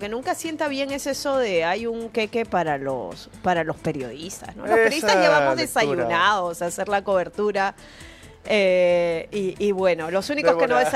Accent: Peru; es una buena noticia para nosotros como peruanos y peruanas

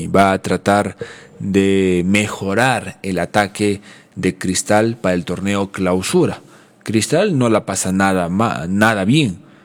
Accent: Peru; en Perú, nosotros nunca hemos albergado Copa América

